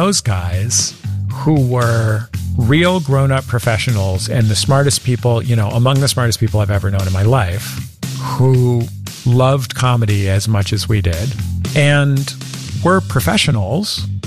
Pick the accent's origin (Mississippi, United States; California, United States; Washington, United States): California, United States; San Francisco; it was in the Mission where I had grown up. I don't remember how he knew that. Maybe he just knew that I was from San Francisco.